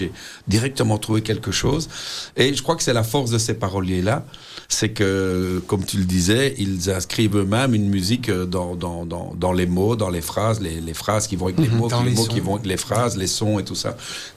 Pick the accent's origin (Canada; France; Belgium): Belgium; Molenbeek, Brussels; On vient du même coin, on vient de Molenbeek, on a été dans la même école primaire, la même école secondaire.